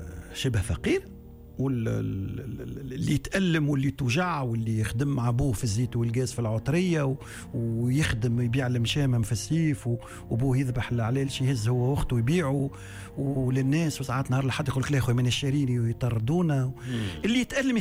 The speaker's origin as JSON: {"language": "Arabic", "country": "Tunisia", "said": "والتونس احنا شنو تي شعب صغير 12 مليون احنا"}